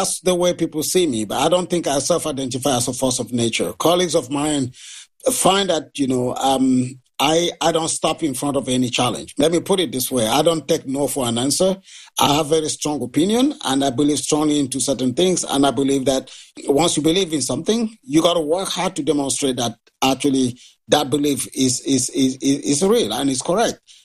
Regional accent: Cameroon; English is a second language; Oh, yeah. I grew up in Cameroon, a very rural place in Cameroon, in a place where there was a lot of malaria as a disease.

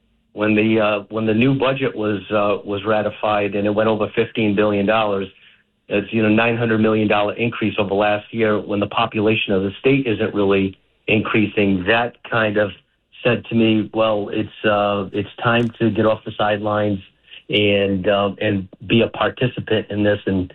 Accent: North Providence, Rhode Island, United States; now in Narragansett, United States; I'm from North Providence originally, but I've been down here since 1989

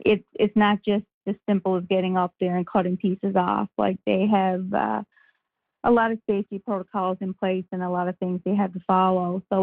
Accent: Bonavista, Newfoundland and Labrador, Canada; I was a little girl growing up in Bonavista.

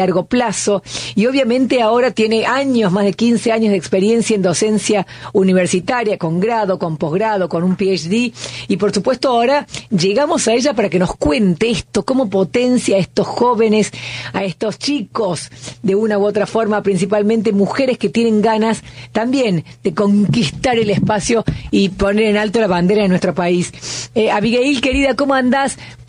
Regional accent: Córdoba, Argentina; yo soy cordobesa, la gente del interior, tenemos ese no, ay, sé no.

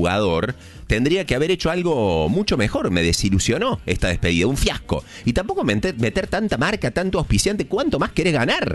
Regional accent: Argentina; los argentinos

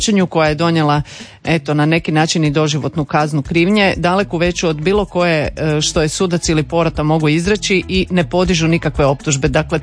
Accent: Croatia; ako si kod nas u Hrvatskoj

